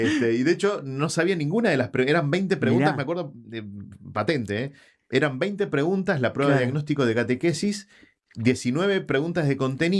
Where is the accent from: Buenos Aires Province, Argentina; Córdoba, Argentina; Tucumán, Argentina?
Buenos Aires Province, Argentina; Ciudadela; viví siempre en Ciudadela. Ajá. Soy de la zona oeste. Los primeros años de mi vida viví en lo que se conoce como el bar del Fuerte Apache, el sí. Barrio Ejército de los Andes. Hasta mis 11 años viví ahí.